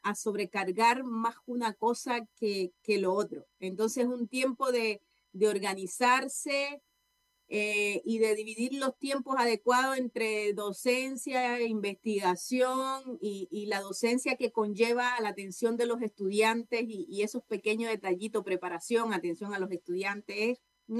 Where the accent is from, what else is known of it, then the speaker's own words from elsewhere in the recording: Cuba; moved away as an adult; now in Chile; yo soy cubana.